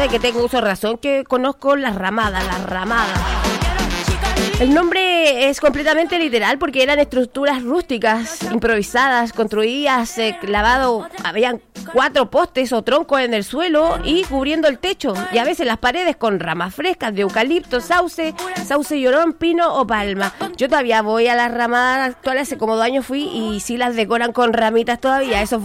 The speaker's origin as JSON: {"language": "Spanish", "town": "Curicó", "region": "Maule", "country": "Chile", "said": "Aunque me digan a veces que soy de campo, no me interesa. Yo soy de Curicó y soy del sur."}